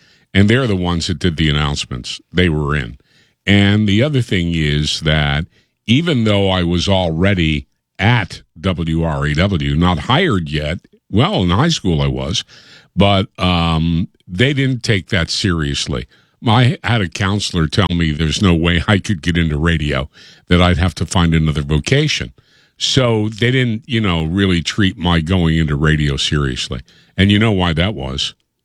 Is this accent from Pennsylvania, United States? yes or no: yes; Reading, Pennsylvania, United States; moved away; my hometown of Reading.